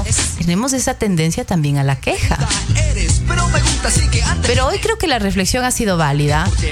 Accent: Ecuador; como ecuatorianos tenemos que trabajar un poquito en verle lo bueno a este país.

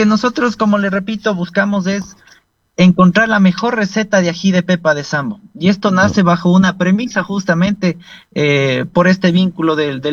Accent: Cayambe, Pichincha, Ecuador; Ahora justamente estoy en Ibarra, yo soy de Cayambe, la capital de los bizcochos, pero actualmente me encuentro en Ibarra

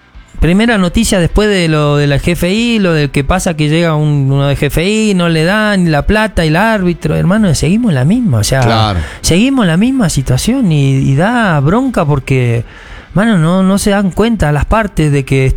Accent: Argentina; now in Cuenca, Ecuador; por lo menos como argentino, no es tanto la política, sino es el país, allá en Argentina.

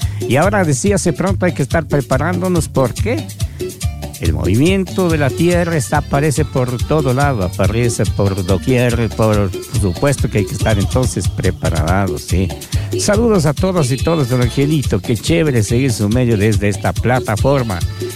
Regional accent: Oña, Azuay, Ecuador; born there; moved away; En esta tierra nací yo. Y me siento orgulloso de haber sido de aquí y ser de aquí. Viva donde viva o haya vivido donde haya vivido. Que siempre he dicho, esta es mi tierra linda, el San Felipe de Oña.

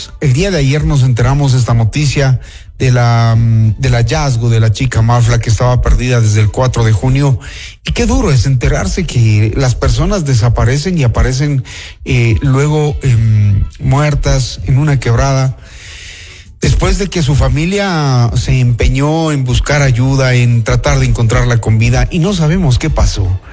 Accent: Ecuador; Somos ecuatorianos

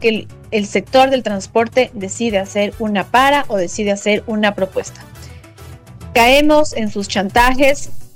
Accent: Quito, Pichincha, Ecuador

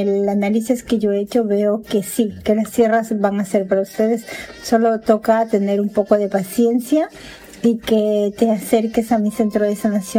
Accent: Ecuador

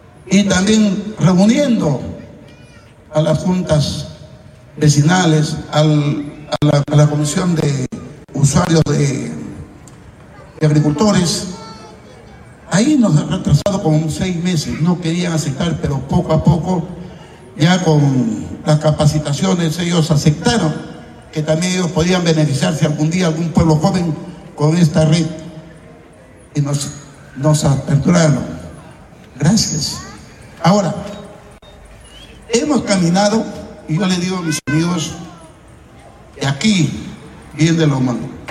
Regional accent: Tucumé, Lambayeque, Peru

